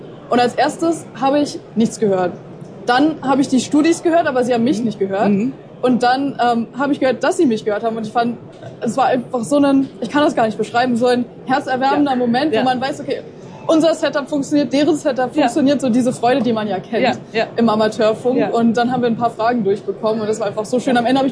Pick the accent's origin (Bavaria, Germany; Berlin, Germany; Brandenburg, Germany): Berlin, Germany; war ein Funkkontakt mit der TU Berlin, in meiner Heimatstadt.